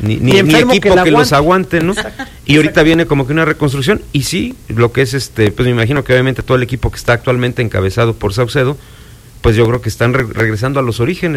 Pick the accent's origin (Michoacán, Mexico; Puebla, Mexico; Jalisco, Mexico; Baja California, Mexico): Puebla, Mexico; moved away; Aquí crecí